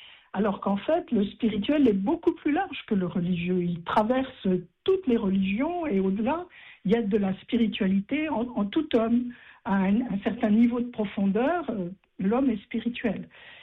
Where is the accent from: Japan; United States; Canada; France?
France; Lyon, Auvergne-Rhône-Alpes; now in Dieulefit, France; je suis lyonnaise d'origine.